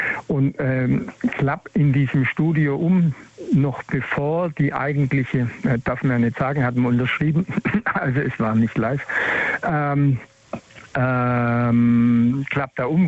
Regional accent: Schwäbisch Gmünd, Baden-Württemberg, Germany; Aus Schwäbisch Gmünd.

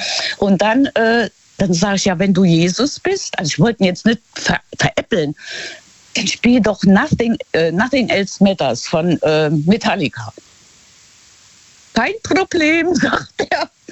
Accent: Luxembourg; dieses Gemeindekaffee heißt das bei uns in Luxemburg

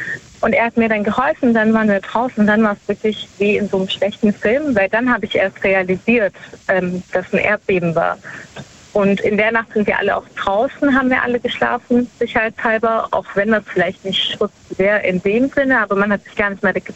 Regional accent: Baden-Württemberg, Germany; Ich komme aus der Nähe von Stuttgart.

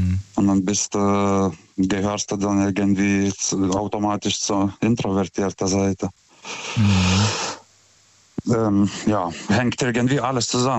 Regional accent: Lithuania; now in Germany; Ich komme ja ursprünglich aus Litauen. Ich bin erst 2006 nach Deutschland g

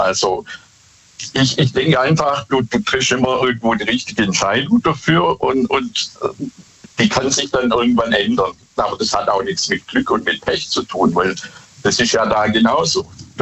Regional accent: Bad Boll, Baden-Württemberg, Germany; ich komme aus Bad Boll.

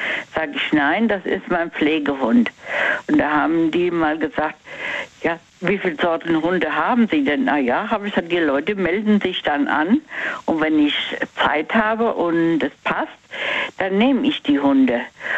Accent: Mainz, Rhineland-Palatinate, Germany; Von Mainz.

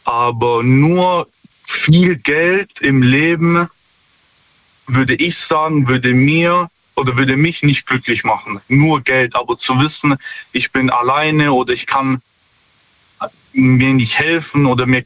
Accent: Stuttgart, Baden-Württemberg, Germany; Ja, hi. Stuttgart.

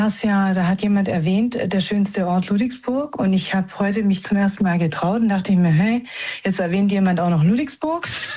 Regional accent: Naples, Campania, Italy; Also wir sind Frankreich-Fan, aber wir sind eigentlich Italiener, also aus Neapel. Wir stammen aus Neapel.

